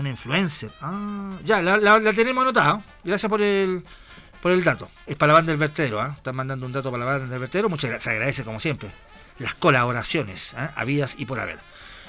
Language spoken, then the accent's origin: Spanish; Chile; nosotros nos craneamos como chilenos